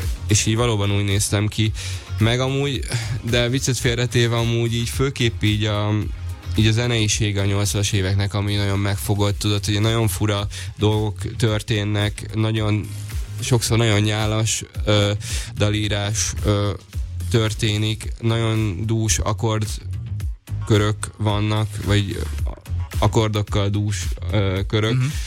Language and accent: Hungarian; Debrecen, Hajdú-Bihar, Hungary; Így van, szülővárosomból.